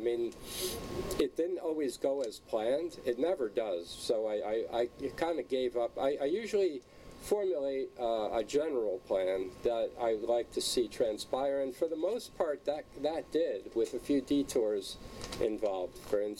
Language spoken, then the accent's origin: English; United States; moved away; as an American